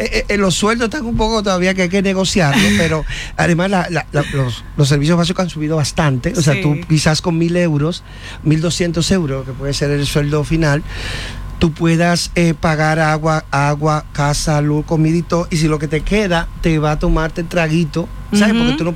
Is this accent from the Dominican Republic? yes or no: yes; Samaná, Dominican Republic; Yo soy de Samaná, amores.